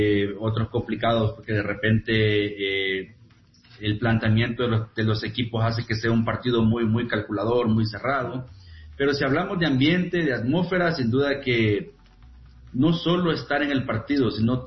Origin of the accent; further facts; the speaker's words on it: Santa Ana, El Salvador; Bueno, como soy de Santa Ana, yo entreno en las canchas del Taex Finca Modelo